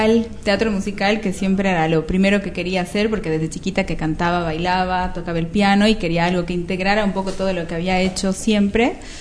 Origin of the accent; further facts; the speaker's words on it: La Paz, Bolivia; moved away as an adult; now in Buenos Aires, Argentina; Yo soy de La Paz. Vengo de las montañas que me vieron nacer. Altura, frío. Bueno, pero es un lugar muy lindo, muy tranquilo para vivir. Tiene mucha riqueza a nivel natural.